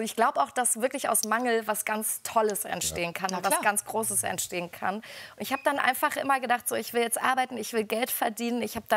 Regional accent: Erfurt, Thuringia, Germany; born or raised there

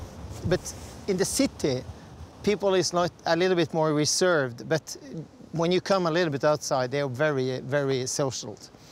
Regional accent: Bodø, Nordland, Norway; This is my hometown. It's what a view, what a stunning view. It's beautiful and it's everything here. It's Bodø/Glimt and it is my childhood.

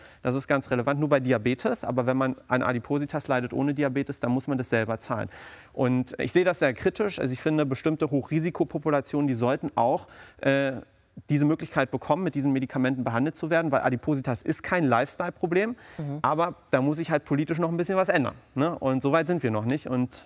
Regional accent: East Germany, Germany; moved away

